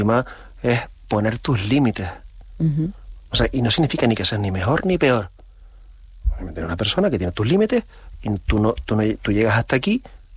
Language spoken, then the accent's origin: Spanish; Canary Islands, Spain; yo soy canario, ¿vale? No soy canario porque en mi DNI ponga que nací en una isla o en otra. Soy canario porque es que siento Canarias como parte de mí.